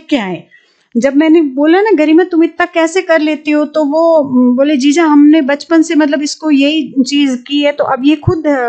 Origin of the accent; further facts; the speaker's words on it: Rajasthan, India; मेरा गांव है पोकरण के पास है, उजला गांव है।